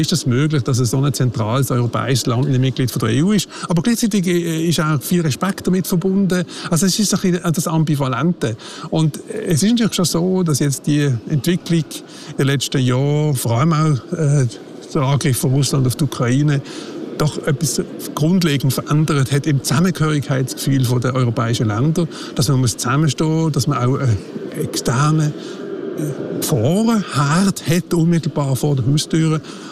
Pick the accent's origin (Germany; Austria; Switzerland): Switzerland; da stellt man sich ab und zu die Frage als Schweizer, was heisst das für uns?